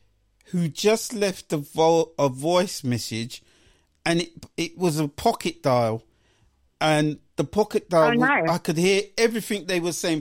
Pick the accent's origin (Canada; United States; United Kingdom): United Kingdom; London; I'm going to go to my hometown of Hacktown, Clapton, where I was born.